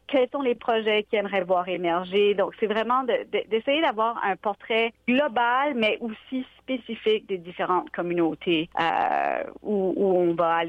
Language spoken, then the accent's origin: French; Moncton, New Brunswick, Canada; born or raised there